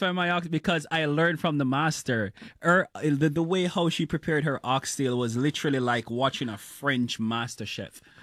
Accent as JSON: {"language": "English", "country": "Jamaica", "tie": "born or raised there", "said": "growing up in Jamaica, we didn't have a lot, you know, back then."}